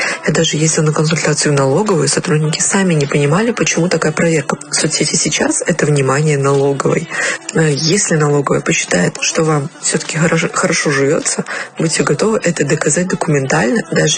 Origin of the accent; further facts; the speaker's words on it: Ufa, Bashkortostan, Russia; Мы семья из Уфы, у нас 4 квартиры.